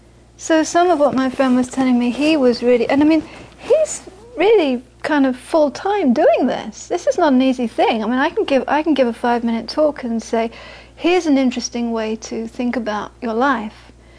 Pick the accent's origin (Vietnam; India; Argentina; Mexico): India; because I'm coming from India, and I said, I'm just wondering